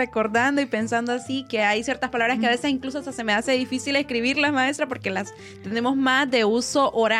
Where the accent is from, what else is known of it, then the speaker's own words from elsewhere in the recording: Honduras; nos dicen, o a veces otras culturas o nosotros mismos decimos, pero como español de Honduras no tenemos marca